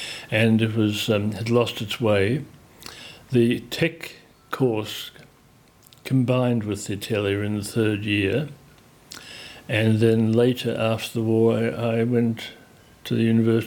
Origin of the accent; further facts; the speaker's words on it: Australia; being an Australian in the 1950s